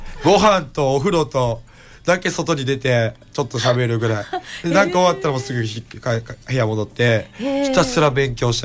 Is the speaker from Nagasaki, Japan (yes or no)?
no; Ishii, Tokushima, Japan; ご出身は僕は徳島県の石井町っていうところです